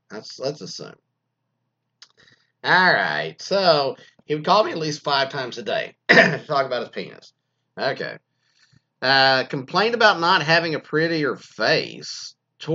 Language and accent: English; Canada; None of my friends or family thought it would last because she's Chinese and I'm Canadian.